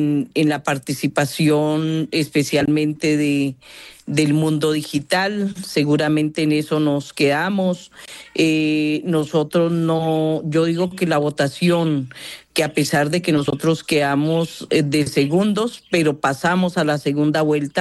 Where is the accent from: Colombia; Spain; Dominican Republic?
Colombia; nosotros no podamos ser capaces de incluir a la gente que todos somos colombianos y colombianas